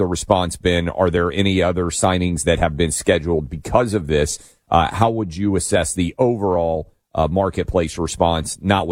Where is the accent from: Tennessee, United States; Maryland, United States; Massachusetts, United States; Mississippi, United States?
Tennessee, United States; Nashville; particularly my hometown of Nashville.